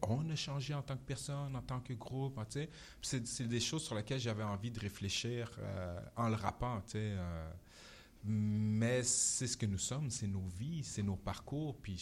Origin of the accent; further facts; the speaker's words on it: Quebec City, Quebec, Canada; moved away as an adult; now in Montreal, Canada; c'est là que je viens, c'est là que je suis né, c'est là que ma mère est née.